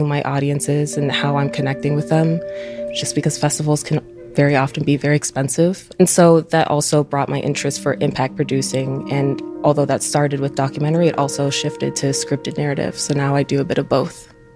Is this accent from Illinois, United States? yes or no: yes; Oak Park, Illinois, United States; born or raised there; now in Chicago, United States